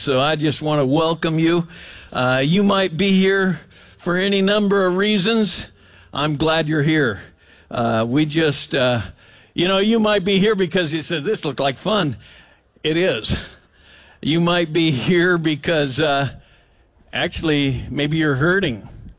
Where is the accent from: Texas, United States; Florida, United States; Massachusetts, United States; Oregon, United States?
Oregon, United States; Willamette Valley; I was born in Emmanuel Hospital, and I'm an Oregonian, and I love the beauty that we get to live in. I grew up in the Willamette Valley